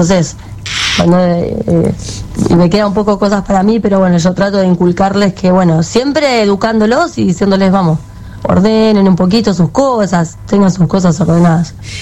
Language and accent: Spanish; Merlo, Buenos Aires Province, Argentina; Yo de Merlo.